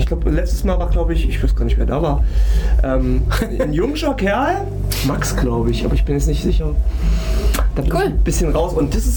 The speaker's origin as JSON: {"language": "German", "town": "Mühlhausen", "region": "Thuringia", "country": "Germany", "said": "Ich komme aus Mühlhausen"}